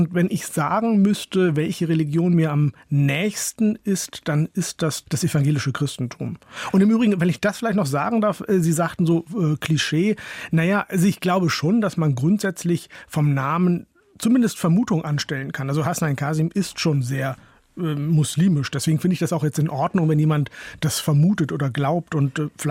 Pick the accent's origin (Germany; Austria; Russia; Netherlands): Germany; Northern Germany; Tatsächlich komme ich aus Holland-Wielen, fleht aus einem Dorf in Norddeutschland